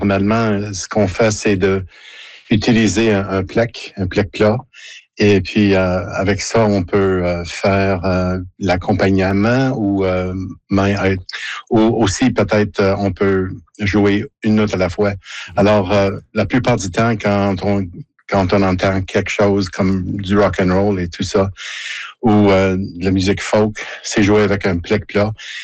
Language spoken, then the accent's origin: French; Montreal, Quebec, Canada; alors j'ai grandi à Montréal